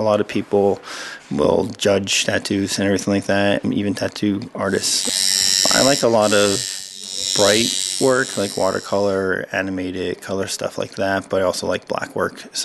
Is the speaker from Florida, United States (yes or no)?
yes; Florida, United States; moved away; I came up here from Florida, and I came up just as an artist.